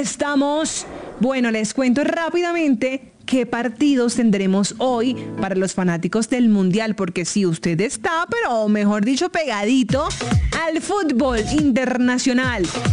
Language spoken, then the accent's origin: Spanish; Colombia; Colombia, porque somos colombianos, mi amor.